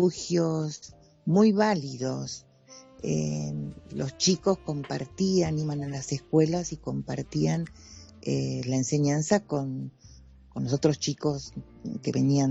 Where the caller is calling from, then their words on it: La Plata, Buenos Aires Province, Argentina; yo vivo en La Plata